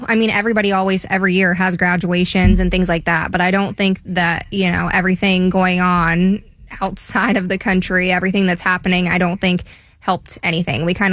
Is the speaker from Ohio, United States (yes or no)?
yes; Ohio, United States; moved away as an adult; I am from Ohio. Moved down here when I was 21